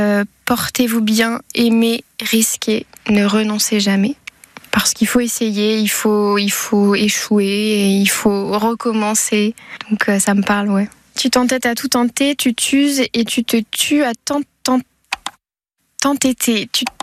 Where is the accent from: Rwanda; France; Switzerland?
France; Berry-au-Bac, Hauts-de-France; de Berry-au-Bac et je suis dans les petits bonheurs ici Champagne-Ardenne. Je sais que je suis champenoise parce que j'adore les paysages de vignes.